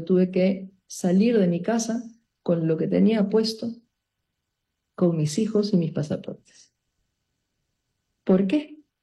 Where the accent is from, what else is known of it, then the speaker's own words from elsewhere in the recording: Peru; now in Panama; soy peruana y vivo en Panamá hace 39 años.